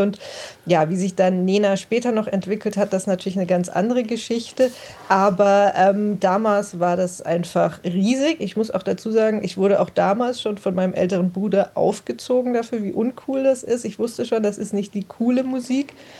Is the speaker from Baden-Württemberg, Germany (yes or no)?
yes; Eppelheim, Baden-Württemberg, Germany; Was aber auch noch interessant war an meiner Jugend in Eppelheim, ich war in einer Klasse mit Bülent Tezcikel ganz lange